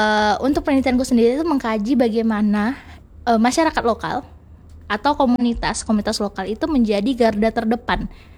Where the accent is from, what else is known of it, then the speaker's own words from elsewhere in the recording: West Kalimantan, Indonesia; aku sebagai anak Kalbar dulu pernah ngerasain sekolah ditutup gara-gara asap.